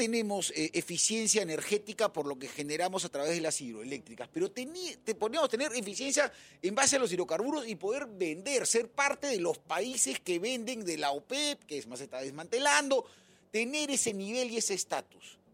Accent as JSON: {"language": "Spanish", "country": "Peru", "said": "que somos todos los peruanos, en teoría."}